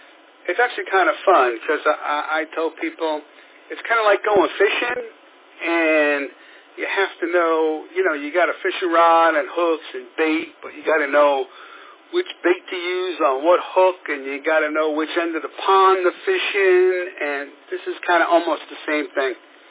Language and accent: English; Texas, United States; We're both from Texas, and we, like, live about 20 miles from each other